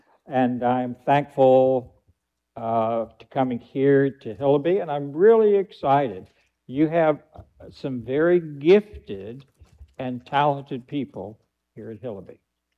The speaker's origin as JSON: {"language": "English", "town": "Albuquerque", "region": "New Mexico", "country": "United States", "tie": "born or raised there", "also_born_or_lived": "Denver, Colorado / California", "said": "I was born in Denver, Colorado, and I was there long enough to be hatched. Then my parents went to California for a few years. Then they came back to New Mexico. New Mexico was where, in Albuquerque, where I went"}